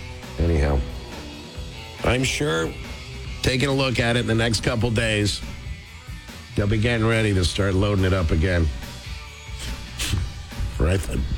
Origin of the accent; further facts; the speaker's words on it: Montreal, Quebec, Canada; my years of living in the city and growing up in Montreal